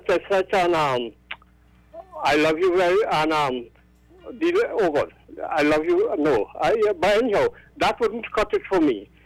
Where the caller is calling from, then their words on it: Rio Claro, Trinidad & Tobago; From Rio Claro.